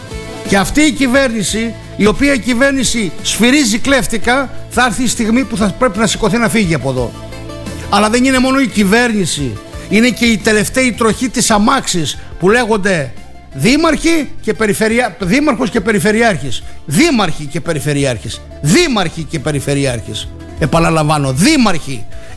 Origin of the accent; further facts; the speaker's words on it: Greece; για μένα σαν Έλληνας?